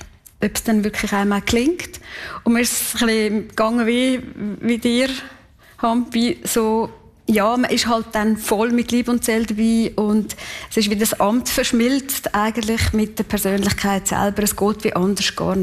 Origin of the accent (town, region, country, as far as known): Kaltbrunn, St. Gallen, Switzerland; born or raised there